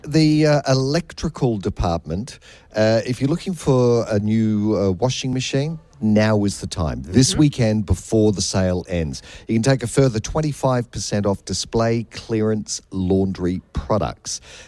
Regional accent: New Zealand; moved away; Fisher & Paykel, I love me a Fisher & Paykel because it comes from my home country.

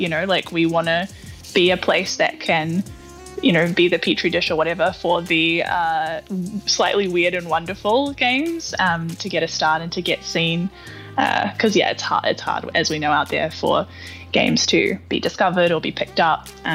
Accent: New Zealand; I mean, I'm a New Zealander

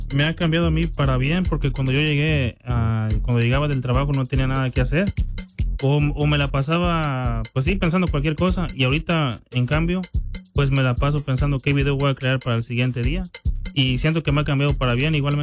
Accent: San Luis Potosí, Mexico; Y ya nada más solamente agregué el estado … de San Luis.

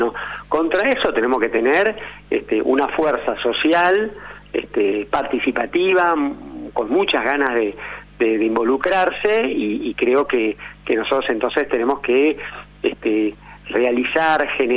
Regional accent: San Martín, Buenos Aires Province, Argentina; Yo soy de San Martín, me tocó gobernar esta ciudad muchos años.

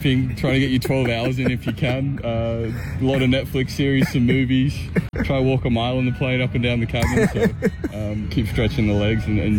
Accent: Australia; moved away as an adult; I was a shortstop growing up in Australia as a kid

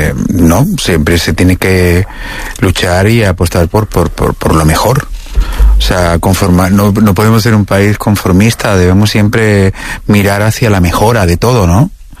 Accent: Spain; Con todo esto me siento español y me siento grande y diverso, ¿no?

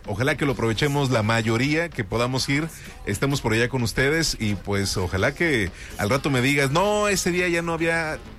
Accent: Colima, Mexico

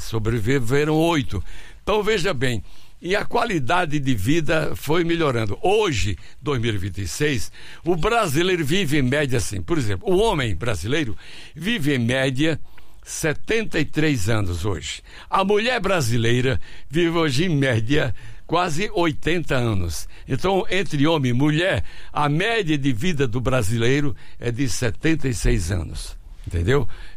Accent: São Gonçalo, Paraíba, Brazil; born there; lá na Paraíba, onde eu nasci, em São Gonçalo

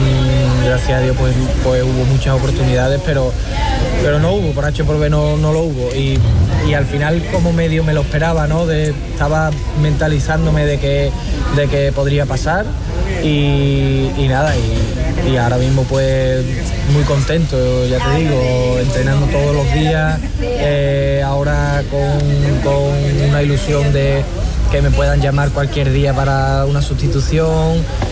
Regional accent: Constantina, Andalusia, Spain; now in Seville, Spain; Que Constantina es mi pueblo, pero yo soy, al final vivo aquí, yo me considero de Sevilla, yo soy sevillano

